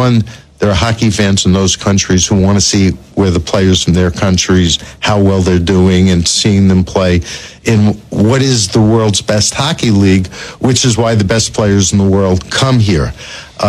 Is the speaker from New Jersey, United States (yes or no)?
no; New York, United States; You know, growing up in New York, you had all the majors.